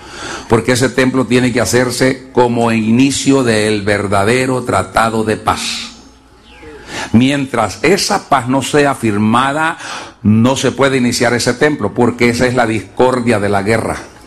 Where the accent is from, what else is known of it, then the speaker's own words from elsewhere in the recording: Honduras; yo soy hondureño.